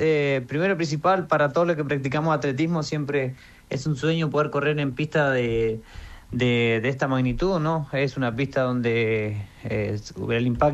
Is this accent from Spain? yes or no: no; Gualjaina, Chubut, Argentina; now in Esquel, Argentina; yo soy de Gualjaina. Allá cuando yo corría en Gualjaina, los primeros meses corría al borde o alrededor de una cancha de fútbol que había. Y bueno, después ya me vine acá a Esquel